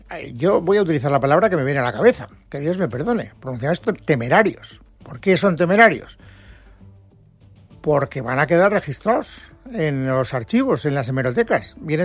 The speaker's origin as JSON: {"language": "Spanish", "region": "Valencian Community", "country": "Spain", "said": "Soy valenciano."}